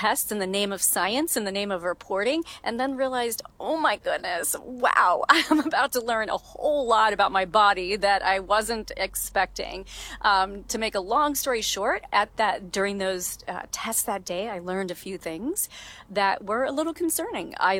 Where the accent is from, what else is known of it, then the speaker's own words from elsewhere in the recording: Kentucky, United States; I grew up in Kentucky, went to Churchill Downs, the home of the Kentucky Derby, many times.